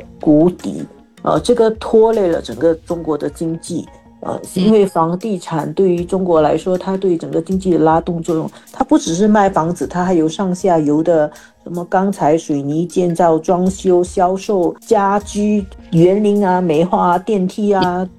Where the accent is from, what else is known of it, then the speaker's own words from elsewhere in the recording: Singapore; 我们新加坡人，我们很习惯这个公积金买房，建屋发展局的房子买房的概念啊。